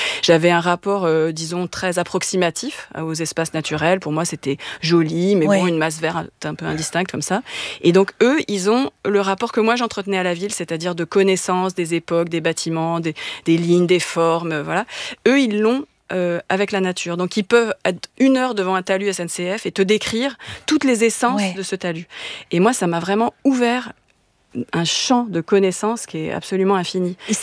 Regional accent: Paris, Île-de-France, France; je suis chorégraphe, je suis parisienne, j'accumule un peu les... les défauts.

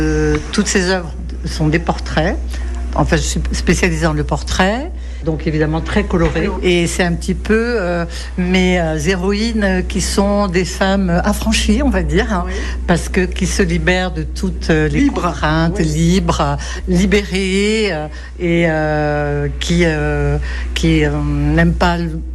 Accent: Bastia, Corsica, France; also born or lived in Africa / Paris; Je suis de Bastia. J'ai tout le temps vécu, en Afrique. À Paris, donc je suis déracinée et je suis rentrée en Corse il y a 4 ans, définitivement.

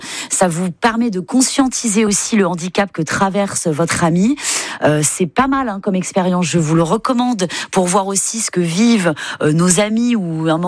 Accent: Brittany, France; C'est froid, comme chez moi en Bretagne

